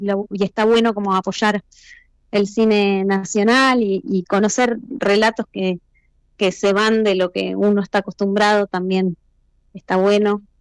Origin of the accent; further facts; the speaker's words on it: La Plata, Buenos Aires Province, Argentina; todos platenses, todos los actores son platenses y todos los técnicos son platenses o platenses por adopción, de los que se han venido a estudiar y se han quedado habitando nuestra ciudad.